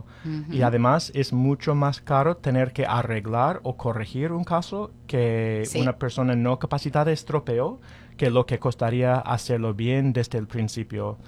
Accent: Indiana, United States; Yo soy del norte de Indiana originalmente, ahí hay algunas comunidades de Amish

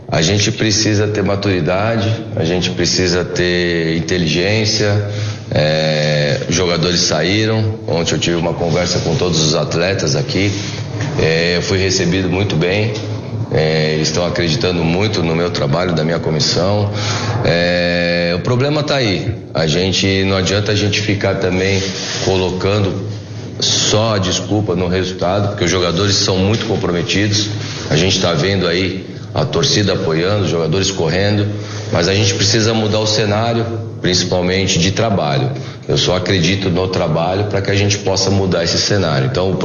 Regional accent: São Paulo, Brazil; eu sou aqui de São Paulo

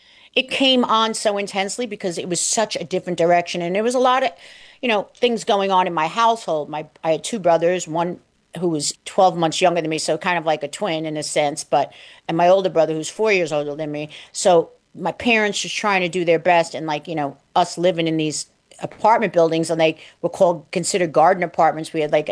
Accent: New York, United States; also born or lived in Bronx, New York City; So I was born in New York City Hospital, raised in the Bronx till I was four. So imagine this. And then by five or six, they moved out to Long Island.

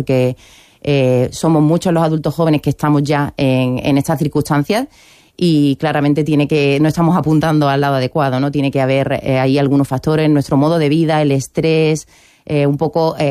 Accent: Algeciras, Andalusia, Spain; moved away; venir aquí a mi tierra

